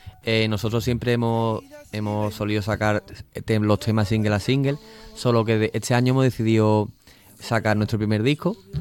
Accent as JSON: {"language": "Spanish", "region": "Andalusia", "country": "Spain", "said": "Somos de Barbate y de la isla, que al fin y al cabo son pueblos marineros."}